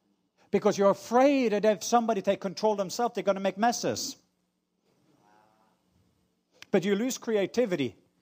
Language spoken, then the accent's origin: English; Norway; now in Atlanta, United States; I'm Norwegian, by the way. I know some of you thought I was from Atlanta. I just live in Atlanta. I'm a missionary to America.